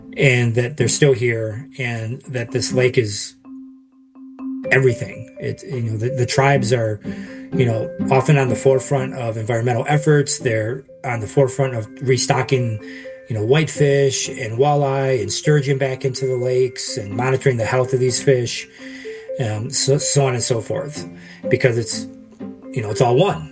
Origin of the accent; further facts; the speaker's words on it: Cross Village, Michigan, United States; Like, I grew up in Onomatikamek. Now it's called Cross Village.